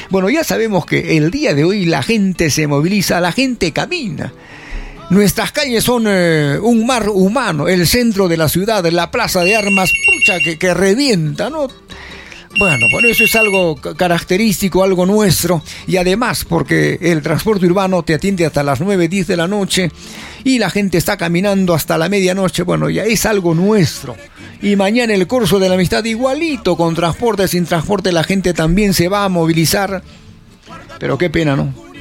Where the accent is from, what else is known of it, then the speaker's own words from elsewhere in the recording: Arequipa, Peru; como buenos arequipeños que somos